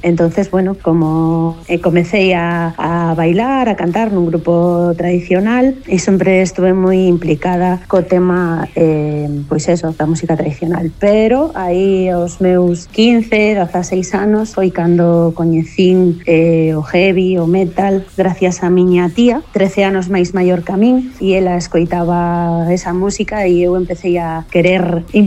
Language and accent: Galician; Santiago de Compostela, Galicia, Spain; now in Redondela, Spain; aquí donde vivo agora, en Redondela, porque eu son de Compostela, pero fai 19 anos que estou vivindo en Redondela.